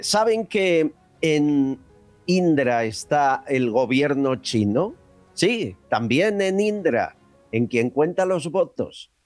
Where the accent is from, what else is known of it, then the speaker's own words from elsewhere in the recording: Spain; Parece que los que lo cedemos somos españoles siempre.